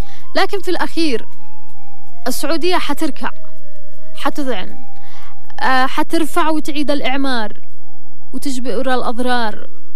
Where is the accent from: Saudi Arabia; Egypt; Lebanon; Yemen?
Yemen; إحنا كشعب يمني وأبناء الشعب اليمني العظيم